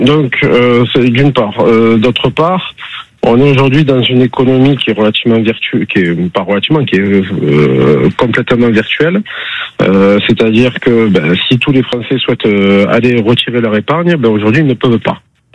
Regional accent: Gassin, Provence-Alpes-Côte d'Azur, France; De Gassin dans le Var.

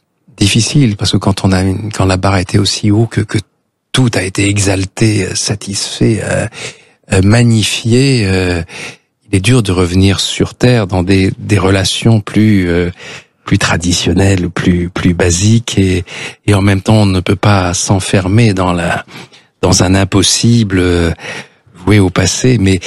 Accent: Nice, Provence-Alpes-Côte d'Azur, France; au Salon du Livre de Nice, en fait, c'était là que se donnait le prix dans ma ville natale, par hasard, quoi.

